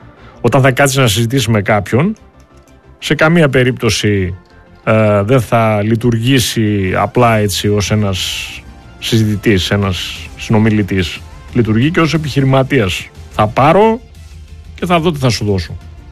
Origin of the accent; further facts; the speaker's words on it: Greece; για να αισθανόμαστε εμείς ως Έλληνες ενοχλημένοι